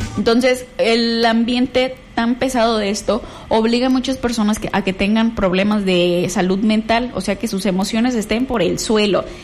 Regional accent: Mexico; uno como mexicano

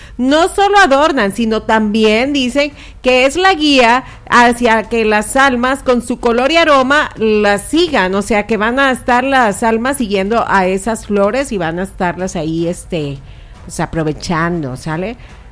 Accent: Mexico; Yo voy a festejar de todo, el chiste es festejar, así somos los mexicanos.

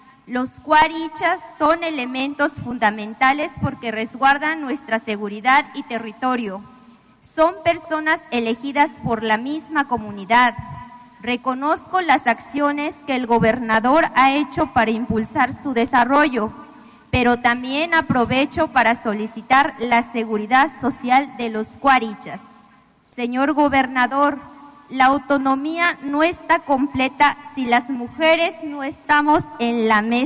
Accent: Huánsito, Michoacán, Mexico; Soy de la comunidad purépecha de San Sebastián, Huánsito.

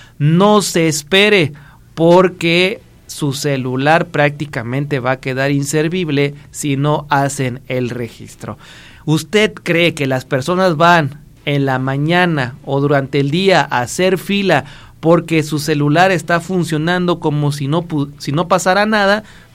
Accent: Mexico; como buenos mexicanos, como se menciona, que todo dejamos al último.

